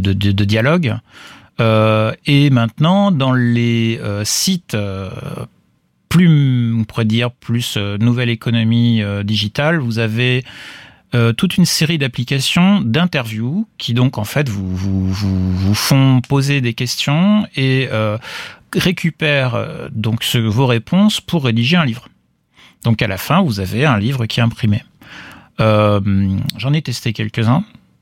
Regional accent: France; now in Germany; mon enfance à Cannes-sur-Mer.

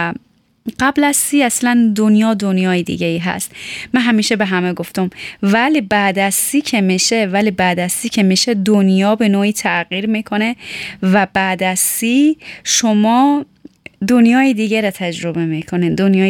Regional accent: Tehran, Tehran Province, Iran; چون همیشه گفتم متولد ایران هستم، خود در کوچه پس کوچه های تهران میدیدم و سرگرم بازی و شیطنت و راه مدرسه

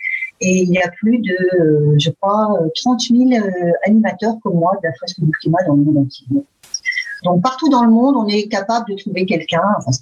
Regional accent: France; now in Frankfurt, Germany; Je suis française et je vis à Francfort-sur-le-Main depuis 8 à 9 ans.

